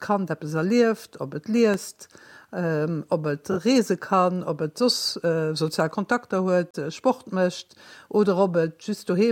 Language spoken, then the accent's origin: German; Luxembourg; Ich bin aus Lützburg